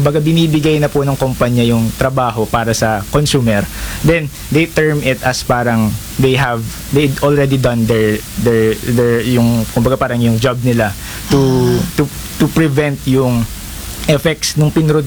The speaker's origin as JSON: {"language": "Tagalog", "area": "Bulacan", "region": "Central Luzon", "country": "Philippines", "said": "since taga Bulacan po ako"}